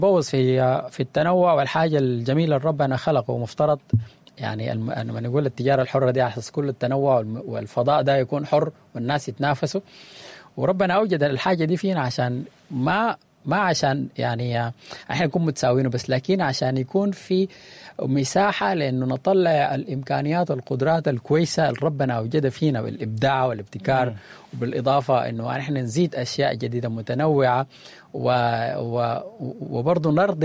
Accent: Sudan; احنا كسودانيين يعني نحن ناس متدينين

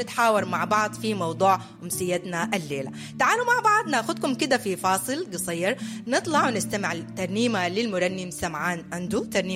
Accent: Sudan; بلدنا السودان

